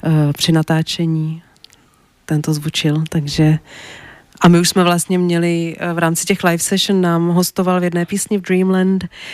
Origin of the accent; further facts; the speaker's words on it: Jablonec nad Nisou, Liberec Region, Czechia; já jsem se narodila v Jablonci nad Nisou a no, mám to tam ráda.